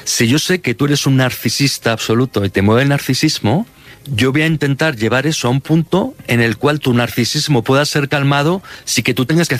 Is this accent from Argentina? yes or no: no; Spain; ¿cómo es posible que en mi país hayamos acabado una guerra civil en el siglo pasado, yo qué sé, en el 36, o si quieres llevarlo al final de la dictadura, ¿no? En el 75